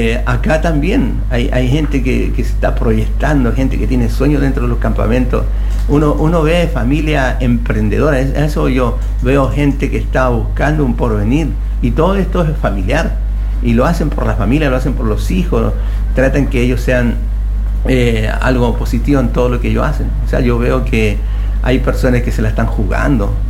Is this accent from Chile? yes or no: yes; Santiago, Santiago Metropolitan Region, Chile; now in Antofagasta, Chile; yo soy de Santiago, llevo más de 40 años acá en Antofagasta, he vivido procesos duros, difíciles, procesos bien positivos, pero yo vengo de Santiago, de la población La Bandera.